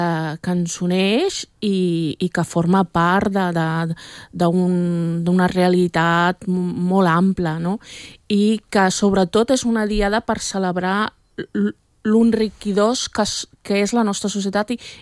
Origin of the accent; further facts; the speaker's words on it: Catalonia, Spain; com a catalana, com a espanyola